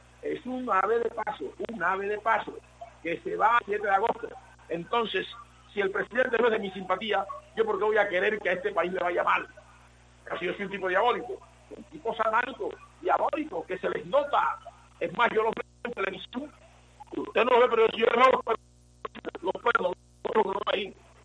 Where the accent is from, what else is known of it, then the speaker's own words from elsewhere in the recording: Colombia; yo soy colombiano.